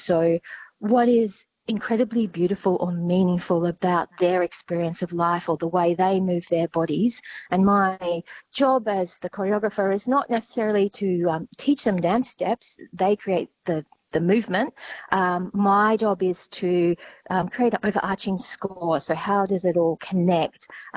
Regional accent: South Hedland, Western Australia, Australia; So I grew up in South Hedland. My family moved there to work in the mine when my sister and I were 2 years old.

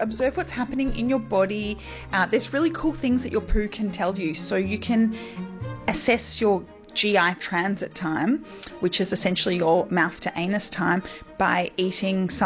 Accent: Queensland, Australia; I grew up in North Queensland, and I really felt the effects of there being a paucity of doctors and specialists available.

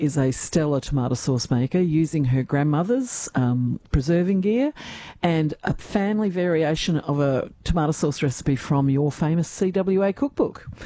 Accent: Adelaide Hills, South Australia, Australia; I'm from the Adelaide Hills, and we've just had our Adelaide show

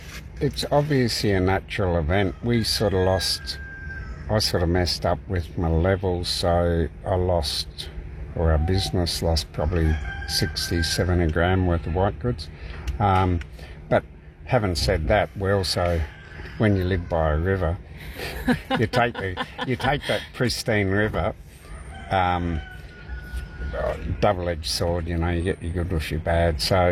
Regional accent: Melbourne, Victoria, Australia; also born or lived in Alice Springs / Darwin; Yeah, I was born in Melbourne. Spent a bit of my life, primary school and that down there, sort of various places, and my dad got a job in Alice as a magistrate, so went up there, and then I trained as a teacher up in Darwin.

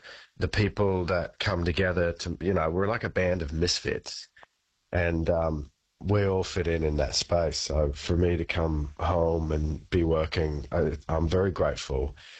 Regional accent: Queensland, Australia; where I grew up in Bundi, and it's a, you know, it's a big country town. It's, you know, it's not a city

